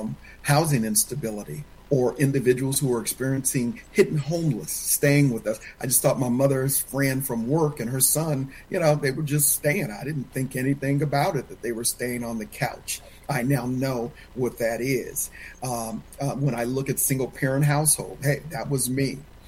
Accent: Oakland, California, United States; looking at more money than this young black kid growing up in East Oakland had ever seen in my life.

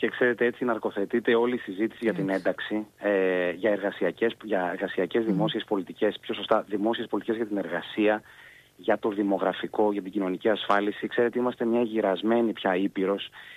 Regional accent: Greece; ως Έλληνες

